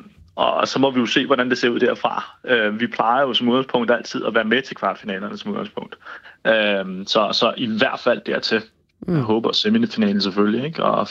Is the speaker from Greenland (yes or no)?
no; Brazil; Fordi at vi som brasilianer altid tænker på, at vi starter jo først fodbold, når VM går i gang.